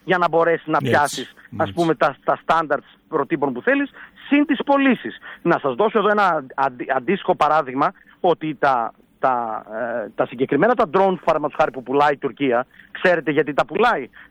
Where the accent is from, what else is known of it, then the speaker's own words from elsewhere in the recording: Thessaloniki, Central Macedonia, Greece; το ξέρετε και είμαστε όλοι από τη Θεσσαλονίκη